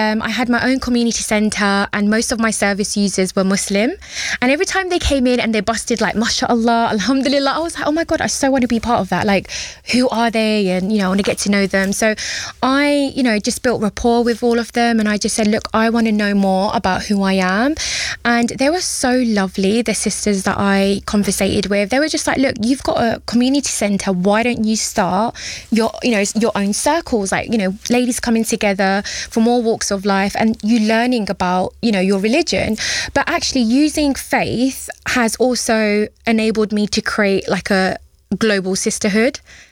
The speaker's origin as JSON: {"language": "English", "country": "United Kingdom", "said": "I'm not always going to go Bangladesh. I am British and I live here."}